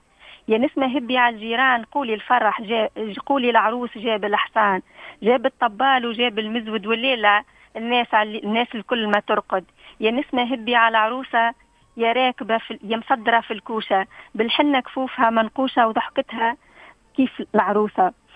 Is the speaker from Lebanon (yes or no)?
no; Sahel, Tunisia; عندنا احنا في الساحل هنا